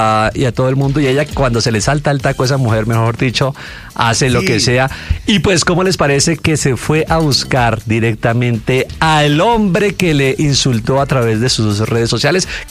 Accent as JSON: {"language": "Spanish", "country": "Colombia", "said": "lo pasionales que somos los colombianos"}